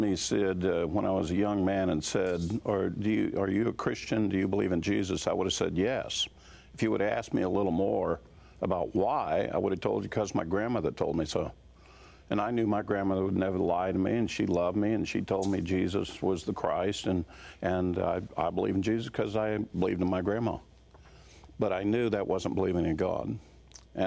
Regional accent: Kansas, United States; Well, I grew up in Kansas, and in Kansas, nobody knows that … was a Jewish name, so it worked out

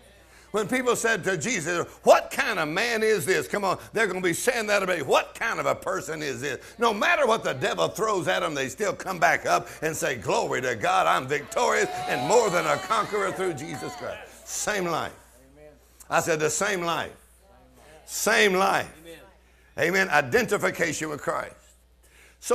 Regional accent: Texas, United States; I'm from Texas.

